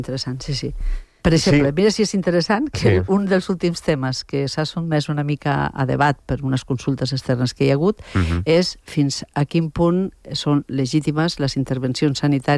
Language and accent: Catalan; Catalonia, Spain; accent: Ponent